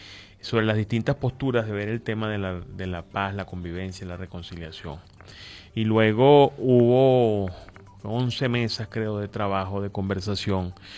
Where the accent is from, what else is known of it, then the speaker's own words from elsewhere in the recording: Venezuela; acuerdos que nos unan como venezolanos.